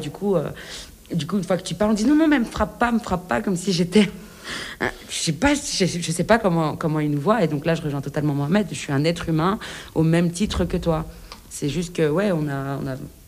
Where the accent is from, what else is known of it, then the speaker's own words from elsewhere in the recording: Belgium; first language French; moi j'ai grandi en Belgique, je parle que français. Enfin, à l'époque, je parlais que français.